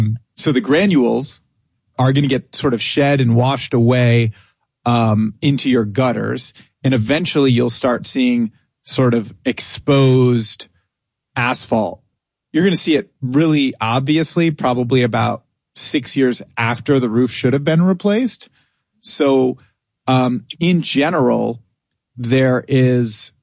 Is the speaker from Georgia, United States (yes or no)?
yes; Atlanta, Georgia, United States; I'm from Atlanta.